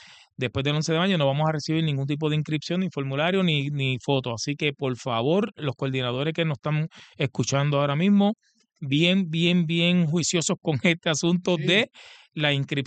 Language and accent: Spanish; Aguabuena, Aragua, Venezuela; mi pueblo Aguabuena